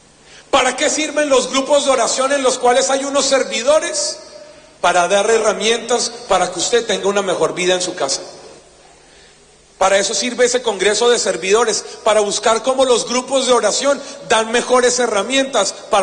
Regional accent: Colombia; soy colombiano. ¿No se nota? Soy colombiano.

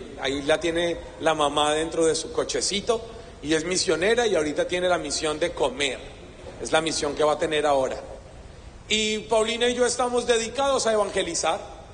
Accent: Colombia; soy colombiano, ¿no se nota? Soy colombiano.

